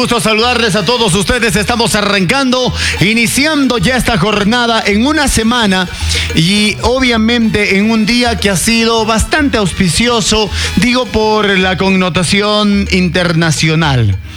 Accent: Ecuador; somos ecuatorianos.

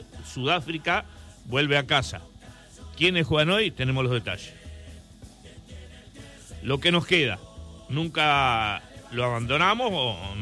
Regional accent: Uruguay; Somos uruguayos

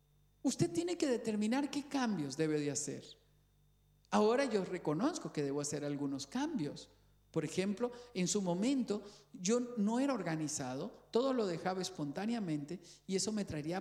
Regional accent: Cañas, Guanacaste, Costa Rica; Yo soy de Cañas, de una tierra rural. Andábamos en botas de hule, nadábamos entre los ríos. Crecí en una casa de madera donde teníamos bacenilla porque el servicio sanitario estaba allá afuera.

